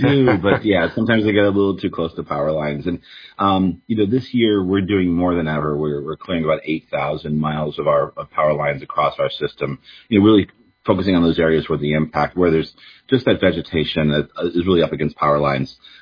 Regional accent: East Lansing, Michigan, United States; So, you know, I come from East Lansing.

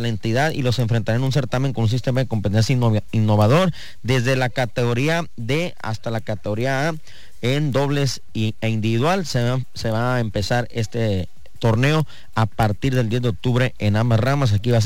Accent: Mexico; como todo mexicano, hasta el último nos inscribimos

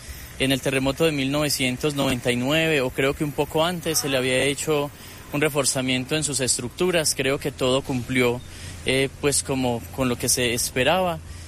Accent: Antioquia, Colombia; now in Pereira, Colombia; No, yo soy de Antioquia.

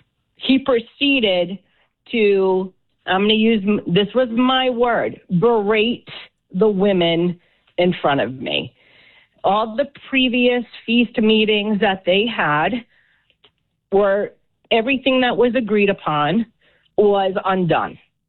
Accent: Barrington, United States; moved away; to be part of the Italian Catholic community. I'm originally from Barrington, so that's where my Italian heritage came from.

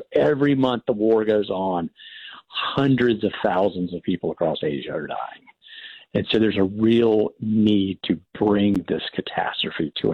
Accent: United States; But as an interviewer and as a historian, as an American, people were always so gracious with me.

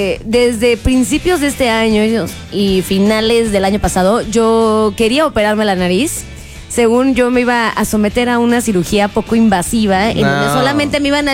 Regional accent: Mexico; Así que somos, mexicanos o payasos, ¿no?

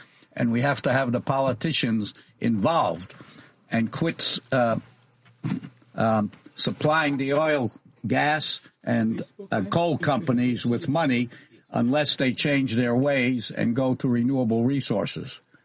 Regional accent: New York, United States; So listen, I was born in New York, I was raised there, and then I went to the University of Denver

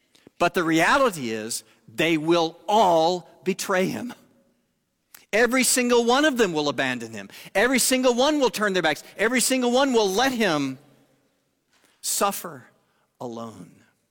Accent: the South, United States; I was raised in the South

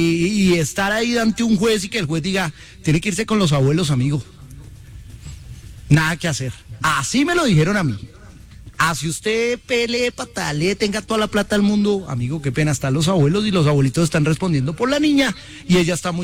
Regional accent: Bogotá, Colombia; yo soy Rolo

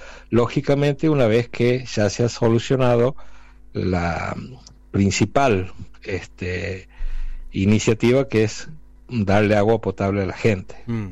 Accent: La Banda, Santiago del Estero, Argentina; Santiago del Estero, sí, señor.

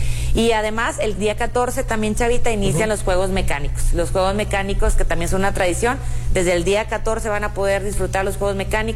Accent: Mexico; nos gusta mucho a nosotros como mexicanos y como padres de familia

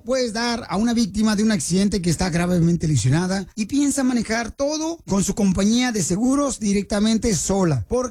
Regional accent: Puebla, Mexico; now in United States; Porque aquí venimos de Puebla, a Estados Unidos, Alberto.

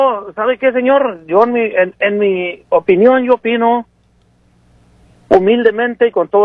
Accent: San Juan de los Lagos, Jalisco, Mexico; yo soy ranchero jalisciense, nacido en San Juan de los Lagos, Jalisco, ranchero que todavía me la llevo con los caballos y el ganado aquí

